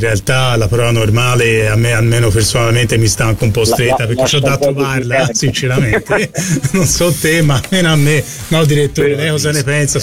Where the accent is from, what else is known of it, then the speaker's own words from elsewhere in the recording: Florence, Tuscany, Italy; per anni ho vissuto e vivo, insomma, a Campo di Marte, però essendo nato, insomma, lì è Mercato Centrale dietro Santa Maria Novella